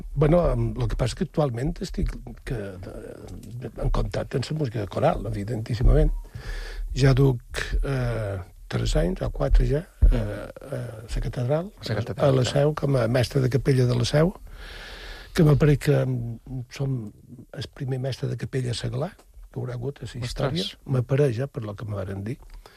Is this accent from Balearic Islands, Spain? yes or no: yes; Sant Joan, Balearic Islands, Spain; enguany el meu poble de Sant Joan ha celebrat els 50 anys de la coral de Sant Joan.